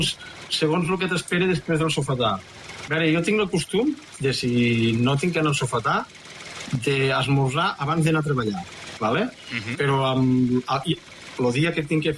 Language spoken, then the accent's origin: Catalan; Aitona, Catalonia, Spain